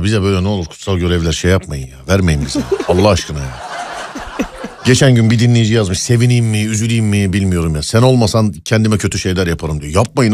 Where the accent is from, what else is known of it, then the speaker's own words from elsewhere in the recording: Istanbul, Turkey; Biz de vallahi ey ki köylülerim. Hani Şişli Beşiktaş benim için ikisi de benim köyüm.